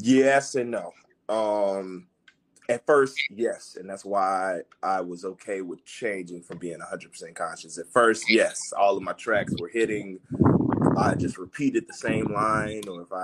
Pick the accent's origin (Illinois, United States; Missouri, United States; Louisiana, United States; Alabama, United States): Illinois, United States; Chicago; I'm from Chicago, man. My mama from Eaglewood.